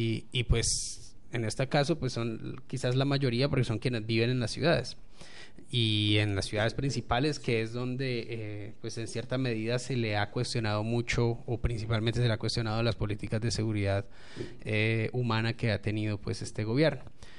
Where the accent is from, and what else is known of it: Colombia